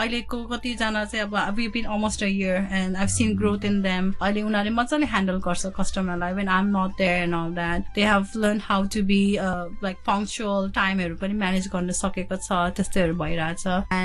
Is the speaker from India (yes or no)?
yes; Darjeeling, West Bengal, India; now in Hong Kong; Darjeeling ma hurkera chai